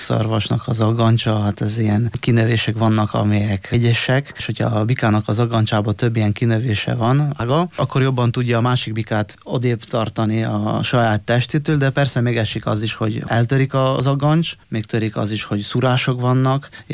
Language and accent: Hungarian; Slovenia; magyar határon, ami megy föl Dobronak, meg Goricskó felé, ottan van legjobban a szarvasállomány. Otthon, Szlovéniában itt vannak a legnagyobb bikák.